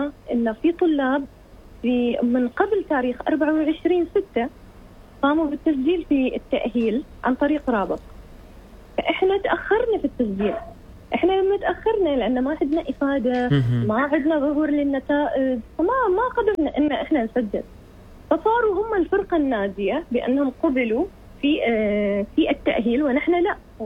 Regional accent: Oman; إحنا كعمانيين الحين وإحنا كطلاب

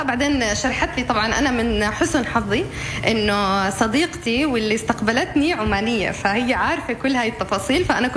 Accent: Jordan; إحنا نفس الإشي في جنوب الأردن. أنا من البادية الجنوبية، يعني أهلي و … ما بيحكوا بنفس هاي اللهجة، بيحكوا برضو لهجة شوية تقيلة،

